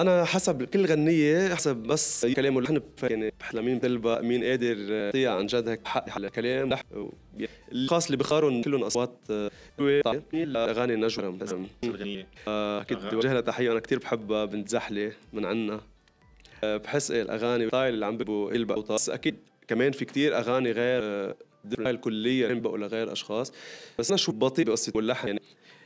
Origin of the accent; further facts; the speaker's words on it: Saudi Arabia; فأنا سعودية.